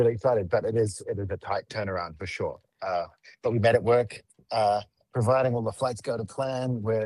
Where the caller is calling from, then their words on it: Blackpool, North West England, United Kingdom; Calling in from a Wetherspoons in Blackpool in England at the moment, yeah, if you can believe that.